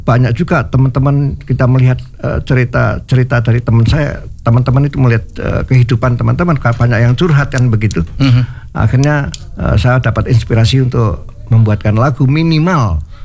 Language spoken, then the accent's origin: Indonesian; Solo, Central Java, Indonesia; now in Jakarta, Indonesia; saya menciptakan lagu itu setelah saya hijrah ya, habis dari kota Solo ke Jakarta. Hampir rata-rata lagu-lagu saya itu saya ciptakan yang ada di Jakarta